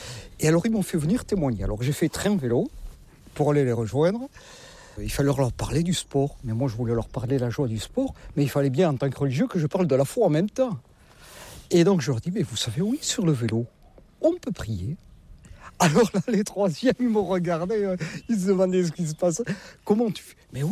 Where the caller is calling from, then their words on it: Saint-Vincent-de-Paul, Nouvelle-Aquitaine, France; Mon accent, je ne suis pas du nord de la Loire, non. Je suis des Landes, du pays de Saint-Vincent-de-Paul. Je suis rentré en fin 89.